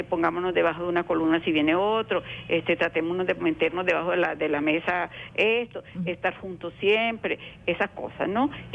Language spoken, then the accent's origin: Spanish; Venezuela; nuestra identidad como venezolanos